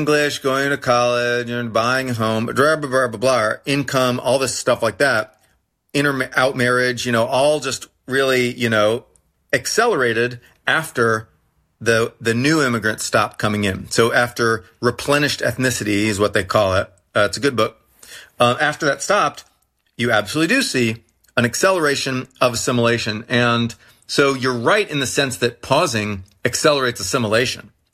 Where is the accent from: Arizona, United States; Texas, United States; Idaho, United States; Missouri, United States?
Texas, United States; I'm from Texas.